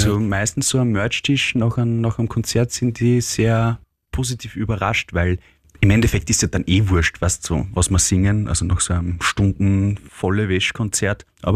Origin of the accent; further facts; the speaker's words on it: Linz, Upper Austria, Austria; wir sind aus Linz, aus Oberösterreich